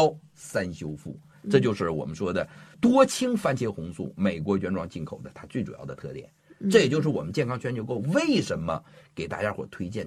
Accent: China; 我特别赞同这句话，而且这也是我们中国人的优良传统。

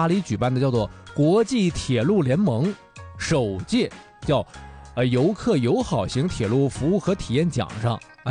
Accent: Jilin, China; 我是吉林，我就要吃。我是吉林人，我就会跳二人转吗？

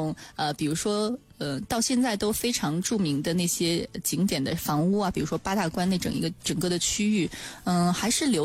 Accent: Qingdao, Shandong, China; 我们青岛人的段子

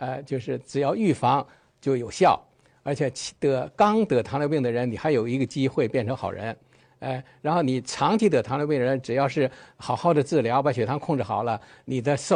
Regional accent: China

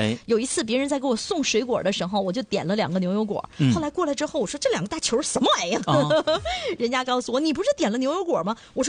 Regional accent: Dalian, Liaoning, China; 因为咱们大连人比较实在，

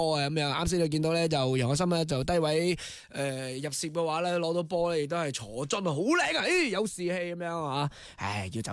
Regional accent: Guangdong, China; 落雨大，所以浸街，我哋广东人惯噶啦，

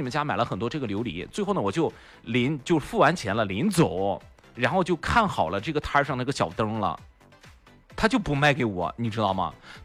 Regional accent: Qingzhou, Shandong, China; 土生土长的青州人

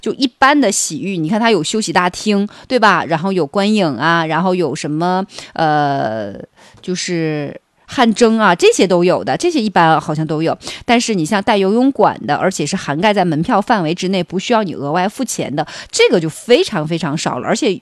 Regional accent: Zhaodong, Heilongjiang, China; now in Panjin, China; 因为我的老家是黑龙江肇东的

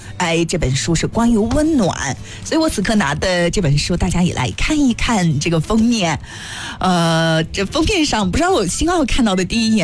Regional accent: Kashgar, Xinjiang, China; 就是我觉得就是像我是在喀什出生长大的，我也叫不出这么多桃子的名字。

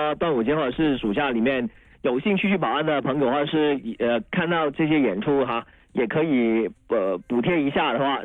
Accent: Guangdong, China; 我们广东话

